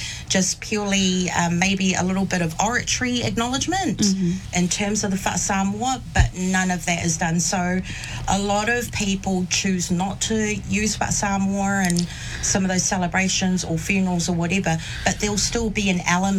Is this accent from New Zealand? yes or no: yes; New Zealand; I'm born and raised in New Zealand.